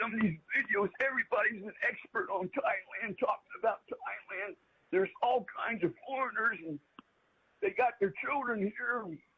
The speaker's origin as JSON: {"language": "English", "region": "Indiana", "country": "United States", "tie": "born there", "said": "Boy, I was born in Indiana, and it's really saddening to see what's happening in Indiana right now."}